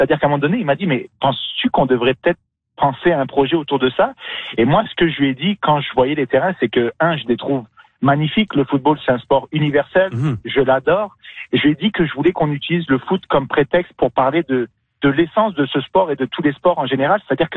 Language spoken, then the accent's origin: French; Niger; born there; je suis né au Niger, en Afrique de l'Ouest, un pays très très pauvre, j'étais dans la classe moyenne